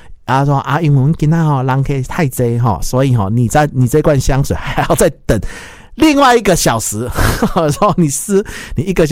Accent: Taiwan; 这个咱岛人很难想象，我们台湾人很需要说哦，台湾被世界看见嘛。

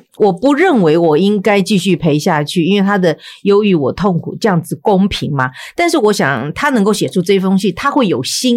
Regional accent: China; 就像我们中国人就不知道怎么去

